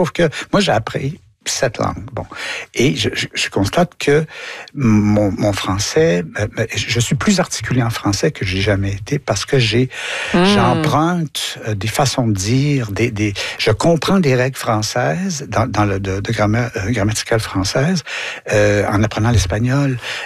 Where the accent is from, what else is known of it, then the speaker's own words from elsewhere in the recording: Quebec, Canada; et montrer, en tant que Québécois, ce que les mots veulent dire